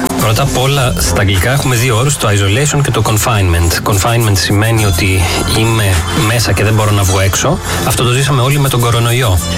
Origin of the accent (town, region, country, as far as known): Larissa, Thessaly, Greece; born or raised there; moved away as an adult; also born or lived in Athens